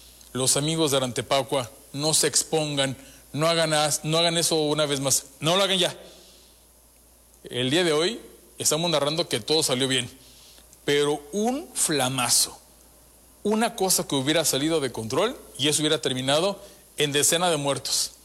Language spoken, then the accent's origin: Spanish; Morelia, Michoacán, Mexico; Nos llena de orgullo ser habitantes de Morelia.